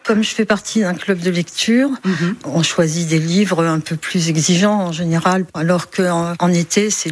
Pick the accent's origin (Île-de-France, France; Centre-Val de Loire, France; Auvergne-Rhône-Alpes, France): Île-de-France, France; Paris; moved away as an adult; now in Strasbourg, France; À 18 ans, je me suis retrouvée à Strasbourg avec pas de copains, je venais de Paris, je connaissais plus personne